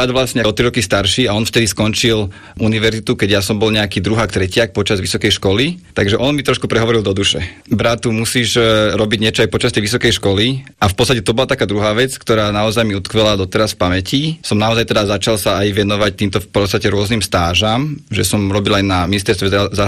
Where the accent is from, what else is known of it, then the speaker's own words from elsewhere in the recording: Bratislava, Bratislava Region, Slovakia; moved away as an adult; pochádzam z Bratislavy. Konkrétne teda z Lamača, kde som aj vyrastal, pri futbalovom ihrisku